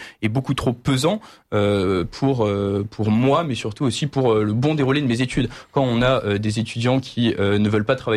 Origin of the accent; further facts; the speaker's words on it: Provence-Alpes-Côte d'Azur, France; moved away as an adult; now in Grenoble, France; je viens d'un petit village du Var, donc rien à voir